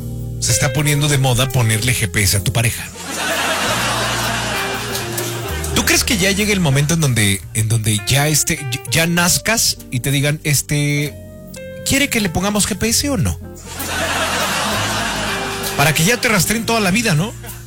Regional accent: Mexico; vivimos en un país

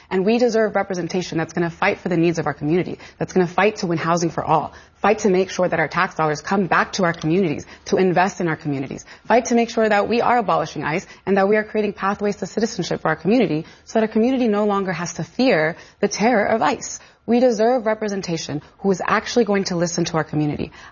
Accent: New York City, New York, United States; I am the daughter of Dominican immigrants. I am a New Yorker.

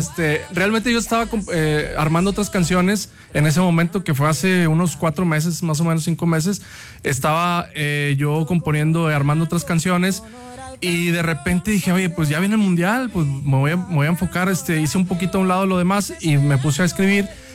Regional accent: Mexico; todos somos mexicanos

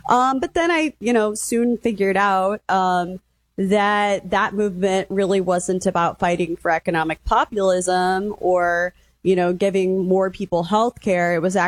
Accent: Kansas City, Missouri, United States; so I'm from the middle of the country. Originally, I'm from Kansas/Missouri. I claim both sides of the state line, Kansas City. And I grew up in a mostly working class union family.

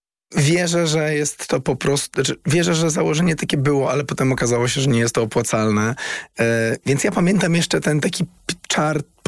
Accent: Warsaw, Masovian Voivodeship, Poland; Ja wychowałem się na Saskiej Kępie i wciąż tam mieszkam

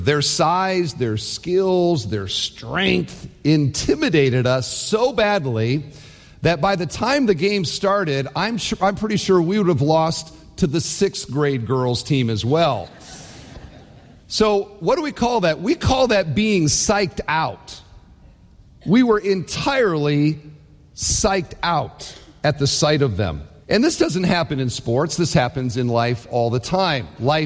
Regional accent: Cedar Falls, Iowa, United States; so I grew up in Cedar Falls, Iowa.

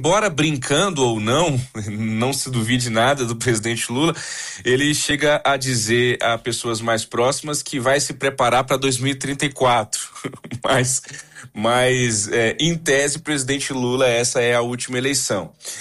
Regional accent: Piauí, Brazil; lá do meu estado, do Piauí

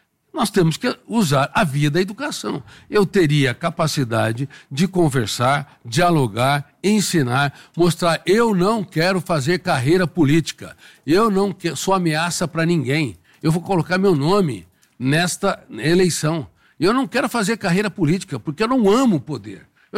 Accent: Colina, São Paulo, Brazil; born there

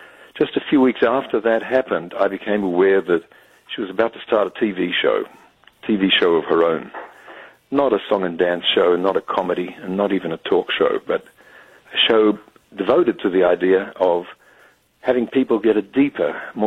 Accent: Australia; Some of your listeners might be aware that I don't sound much like an American, and that's because I'm an Australian, born in Australia.

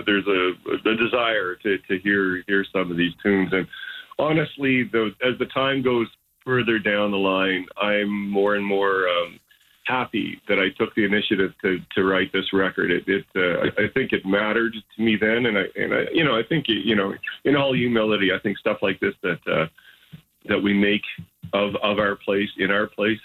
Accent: Belleisle Creek, New Brunswick, Canada; moved away as an adult; growing up in Belle Isle Creek

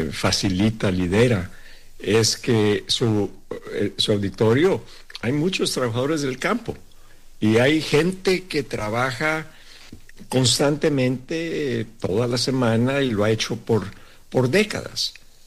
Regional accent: Sinaloa, Mexico; pues en los dichos de Yo Soy de Sinaloa, le puedo decir que usamos lo de aguanta vara

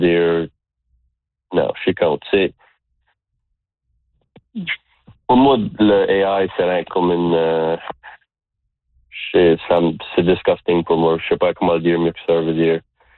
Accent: Canada; accent: accent of la Baie (Acadian); je te parle puis je m'attrape à quasiment changer mon accent. Normalement, quand je parle avec du monde qui vient pas de la baie, j'ai tendance à aplatir mon accent.

